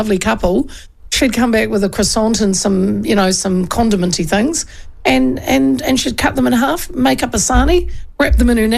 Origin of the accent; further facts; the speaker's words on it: Hastings, Hawke's Bay, New Zealand; moved away; I grew up in Hastings where we had earthquakes all the time